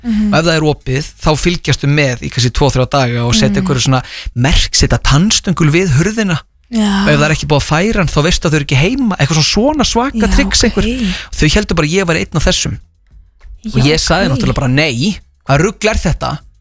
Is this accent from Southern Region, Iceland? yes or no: yes; Vestmannaeyjar, Southern Region, Iceland; moved away; ég er frá Vestmannaeyjum, ég nýfluttur upp á land